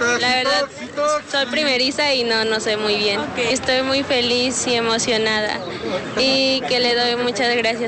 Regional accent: Chicontepec, Veracruz, Mexico; now in Puebla, Mexico; Vengo de Chicontepec y la verdad sí estoy muy emocionada porque pues son nuevas experiencias y nuevas oportunidades.

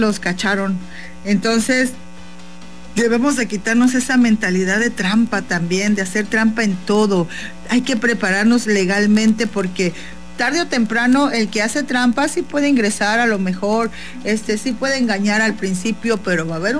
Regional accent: Mexico; nuestra mentalidad debe de cambiar como mexicanos

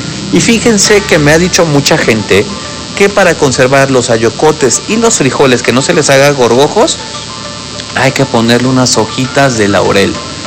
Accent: Mexico City, Mexico; born there; moved away as an adult; now in Puebla, Mexico; Acuérdense, amigos, que yo nací en la Ciudad de México, pues en la capital, y es muy difícil que pudiéramos ir luego a los mercados por el ritmo de vida. Ya estamos apurados todo el día, pero cuando yo llegué a Puebla hace ya 18 años

